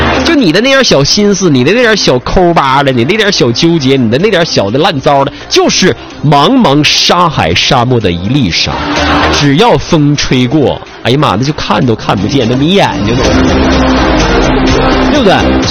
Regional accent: Northeast China, China; 我们东北人

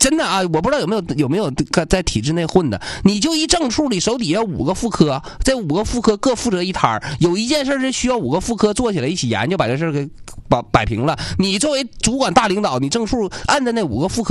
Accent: Liaoyuan, Jilin, China; now in Changchun, China; 甚至当年我们辽源，我家老家平康矿的

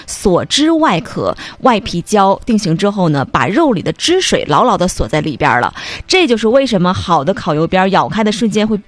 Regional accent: Northeast China, China

